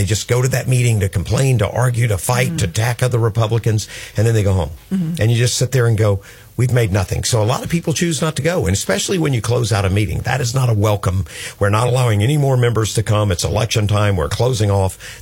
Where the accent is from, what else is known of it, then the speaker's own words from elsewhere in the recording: Florida, United States; I'm from Flagler County.